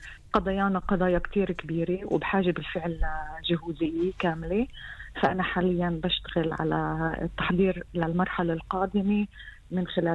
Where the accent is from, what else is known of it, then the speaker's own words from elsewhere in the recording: Israel; إحنا يعني كفلسطينيين كأقلية في دولة إسرائيل